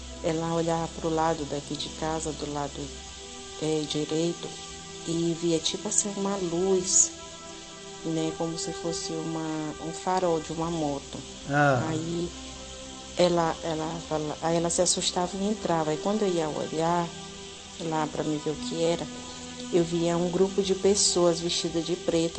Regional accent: Maranhão, Brazil; eu já tava num lugar onde que eu fui criada, que era lá no Maranhão, né? Na rua de lá, já tava correndo lá.

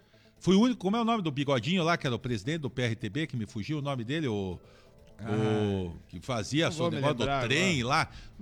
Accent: Brazil; nós que somos brasileiros reais e verdadeiros

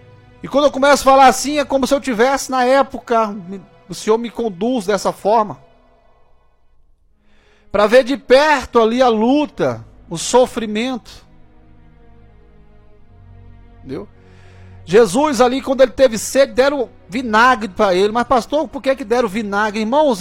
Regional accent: Tocantins, Brazil; also born or lived in Goiás; Falei igual mineiro agora, né? Apesar de ser goiano, né? Eu sou lá, eu sou do natural do Tocantins

